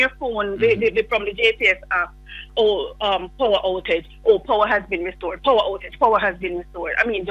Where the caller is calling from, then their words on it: Portmore, Saint Catherine, Jamaica; So, I am calling from Portmore.